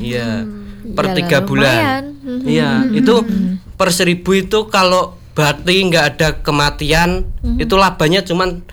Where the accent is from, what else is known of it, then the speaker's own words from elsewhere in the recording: Ngawi, East Java, Indonesia; aku dari Kendal Ngawi.